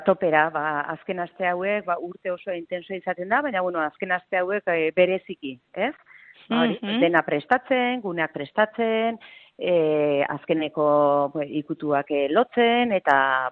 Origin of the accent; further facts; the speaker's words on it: Bergara, Basque Country, Spain; born there; also born or lived in Sakana; now in Lakuntza, Spain; Ni berez jaiotzez bergararen naiz, baina Malixarrengokoa, eta, bueno, pues, denbora asko eta asko pasatugu sakanan, eta hori, orain lakuntzan